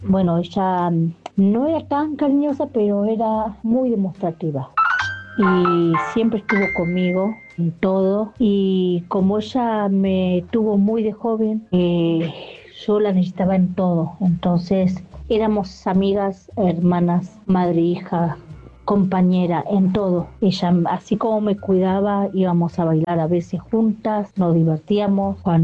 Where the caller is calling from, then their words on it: Ituzaingó, Buenos Aires Province, Argentina; de Ituzaingó.